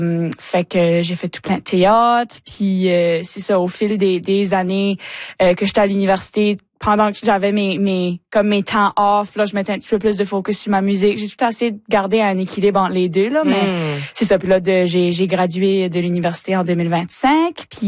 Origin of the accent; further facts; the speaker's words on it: Chéticamp, Nova Scotia, Canada; j'ai grandi à Chéticamp, comme t'as mentionné, tu sais, fait que j'ai grandi en faisant partie de la troupe du Conseil des Arts de Chéticamp.